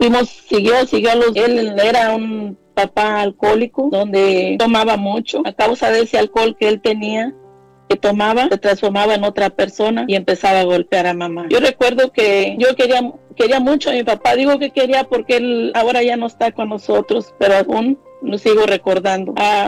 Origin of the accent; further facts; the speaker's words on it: Guerrero, Mexico; Soy del estado de Guerrero, y allá de un ranchito llamado San José, donde conviví con mi familia, con mamá y papá y mis hermanos. Somos 10 hermanos